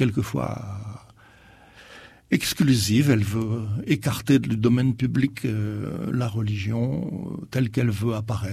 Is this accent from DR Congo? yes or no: no; Fourmies, Hauts-de-France, France; moved away; Dans mon pays d'origine, à Fourmies, dans le Nord